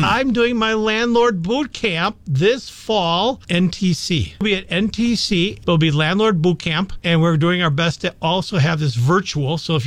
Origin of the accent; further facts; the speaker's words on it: Wausau, Wisconsin, United States; I grew up in Wausau.